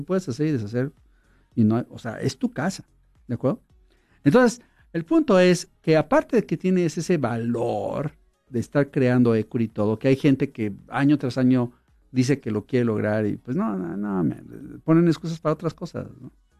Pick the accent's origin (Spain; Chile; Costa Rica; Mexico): Mexico; En mis tiempos, cuando perdían los partidos allá, yo soy de México.